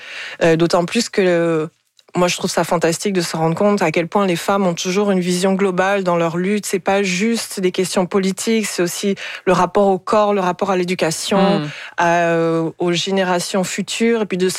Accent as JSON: {"language": "French", "country": "Gabon", "tie": "born or raised there", "said": "Moi, j'ai grandi au Gabon."}